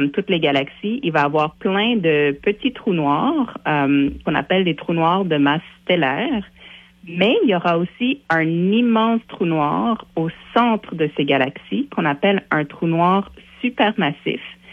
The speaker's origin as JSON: {"language": "French", "town": "Montreal", "region": "Quebec", "country": "Canada", "said": "Si on prenait, par exemple, le à Montréal, de où je viens, la ville de Montréal, on a une petite montagne qui s'appelle le Mont-Royal."}